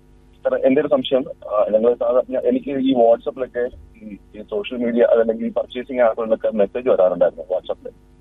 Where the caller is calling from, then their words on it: Kannur, Kerala, India; ഞാൻ കണ്ണൂരിൽ